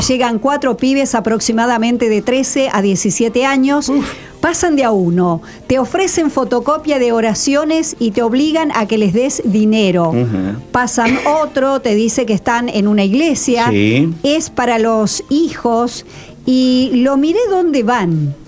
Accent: San Justo, Argentina; also born or lived in Mendoza; Ahora de vuelta a mi pueblo, San Justo.

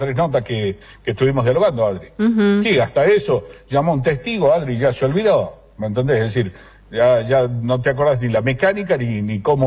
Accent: Chilecito, La Rioja, Argentina; hay ciertas cosas que los chilecitos tenemos que irlo viendo desde otro lugar

